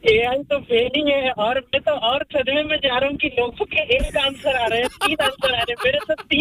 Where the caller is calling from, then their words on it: Bihar, India; मैं हम लोग बेसिकली बिहार से हैं।